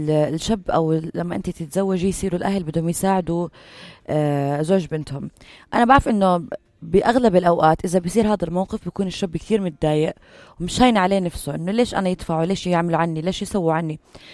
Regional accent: Jordan; صار الوضع عندنا بالاردن

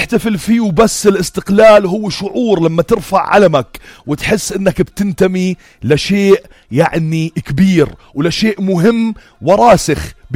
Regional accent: Jordan; أنا كأردني فخور بإني ابن هاي الأرض،

